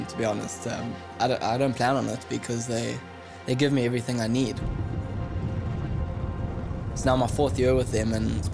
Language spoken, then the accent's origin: English; South Africa; I'm from South Africa, and this year I'm 22 years old, and I'm a professional motorbike rider.